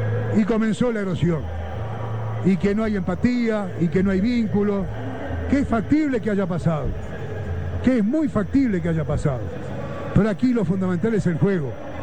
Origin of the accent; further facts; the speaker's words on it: Uruguay; Somos los futboleros uruguayos. Somos la sociedad uruguaya.